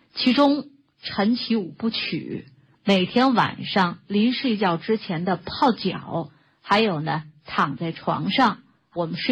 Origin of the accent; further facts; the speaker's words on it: China; 我们中国人